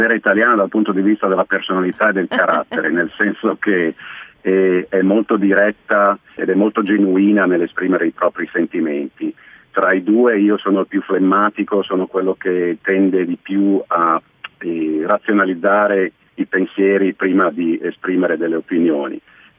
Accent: Udine, Friuli-Venezia Giulia, Italy; moved away as an adult; nella mia città natale, qui a Udine

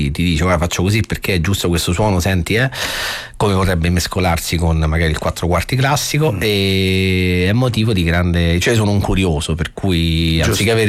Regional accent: Rome, Lazio, Italy; E nonché per noi che siamo di Roma, è un po' iconico il fatto che quando c'è un brasiliano forte dietro, poi qualcosa succede ogni 20 anni

